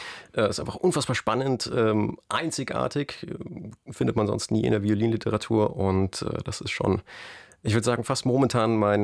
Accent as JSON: {"language": "German", "town": "Munich", "region": "Bavaria", "country": "Germany", "said": "Ich als Münchner?"}